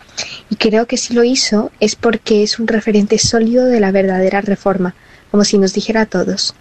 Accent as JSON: {"language": "Spanish", "country": "Colombia"}